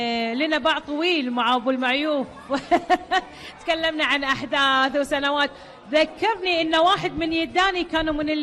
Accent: Kuwait; عن تاريخ ديرتنا، عن سنوات واحداث مرت بتاريخ الكويت

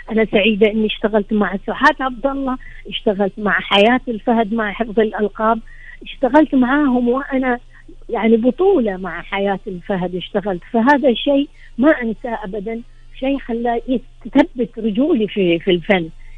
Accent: Bahrain; البحرين بلد الأمان والسلام والاستقرار، الحمد لله. الله يتمم علينا أمننا واستقرارنا

